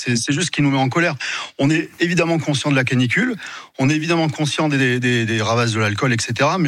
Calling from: Saint-Bonnet-le-Froid, Auvergne-Rhône-Alpes, France; je suis à Saint-Bonnet-le-Froid

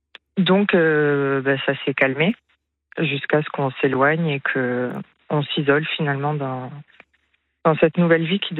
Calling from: Toulouse, Occitanie, France; accent: southwestern; je suis de Toulouse.

